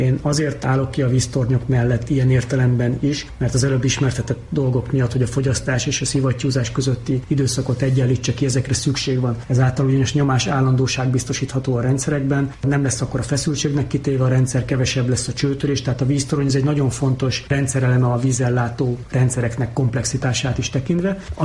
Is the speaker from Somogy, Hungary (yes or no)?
yes; Siófok, Somogy, Hungary; now in Debrecen, Hungary; azért van az asztalomon, mert én Siófokról származom, korábban az ott lévő vízműnél dolgoztam